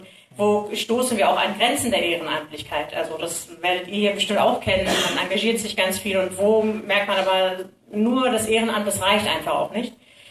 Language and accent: German; Germany; ich bin auch Deutsche, ich bin Kurdin, ich bin Jesidin